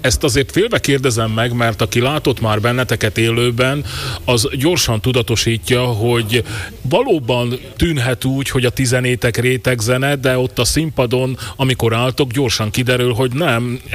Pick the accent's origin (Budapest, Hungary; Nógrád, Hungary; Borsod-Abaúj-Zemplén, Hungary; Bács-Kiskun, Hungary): Borsod-Abaúj-Zemplén, Hungary; Karcsa; Én Karcsánról származom, nekem a szülőfalum a Móroczkarcsa, amely ott van Pinkekarcsa mellett.